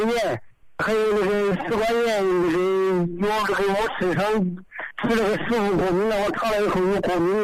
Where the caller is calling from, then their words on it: Baokang, Hubei, China; 我是湖北保康县芝麻镇杨坡村